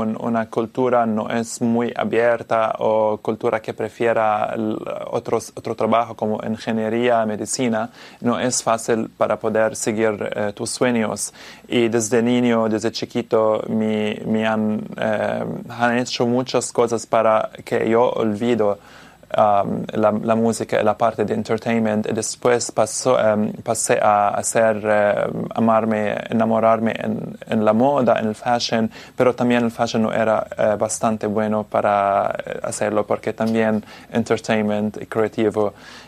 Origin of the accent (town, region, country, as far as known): Milan, Lombardy, Italy; Spanish is a second language; moved away